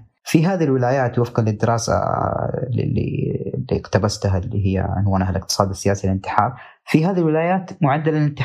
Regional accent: Saudi Arabia; عندنا في السعودية

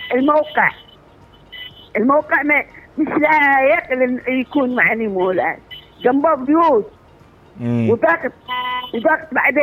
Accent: Mansoura, Dakahlia, Egypt; وحرق جوز مارت عندنا بالمنصورة.

